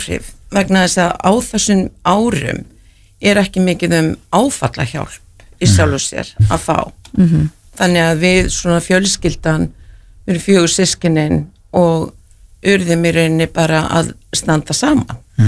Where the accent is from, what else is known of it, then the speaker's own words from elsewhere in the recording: Reykjavík, Capital Region, Iceland; moved away as an adult; ég er elst upp í Breiðholti og gaman að vera barn og úlingur þar og svo flýt ég náttúrulega til Boston árið 95.